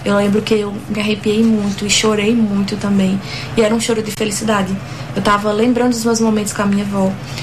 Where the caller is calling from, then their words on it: Caruaru, Pernambuco, Brazil; eu sou de Caruaru, Pernambuco.